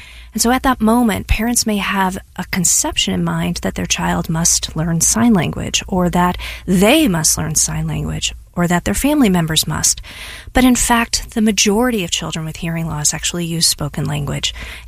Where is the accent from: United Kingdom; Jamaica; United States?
United States; St. Louis, Missouri; I hear stories like mine all the time, where I grew up in St. Louis and I went away to college and I found myself back at home over a holiday break.